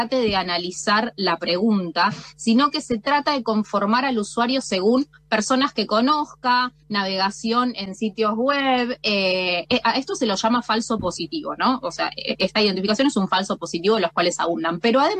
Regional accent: Argentina; now in Epuyén, Argentina; que soy mujer, que soy una activista, que soy argentina

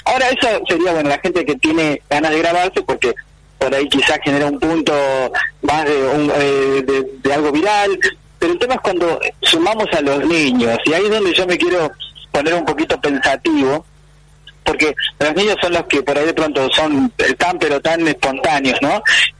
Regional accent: Argentina

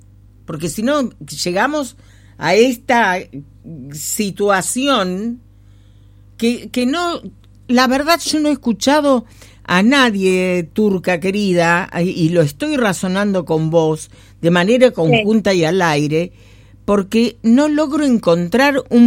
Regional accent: Ushuaia, Tierra del Fuego, Argentina; nadie se identifica con nada de lo mal que estamos siendo fueguinos. ¿Qué pasa? Esos lugares, ¿por qué no se logran abrazar? Porque ya no nos importa nuestra gran casa que es Ushuaia.

